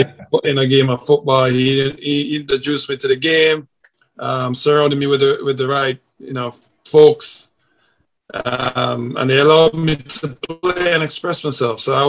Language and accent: English; Kingston, Jamaica; Yeah, I grew up in Kingston, Jamaica, with, you know, a big family. I'm a family-oriented person. So I grew up in Jamaica. I lived in Kingston, as I said.